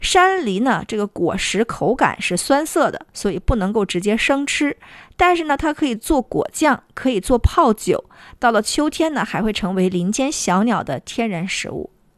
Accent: Northeast China, China

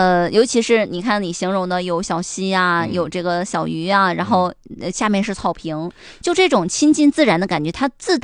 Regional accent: Northeast China, China

